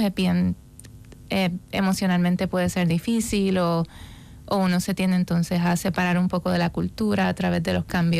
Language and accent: Spanish; Puerto Rico; yo soy puertorriqueña, así que era hablando con mi gente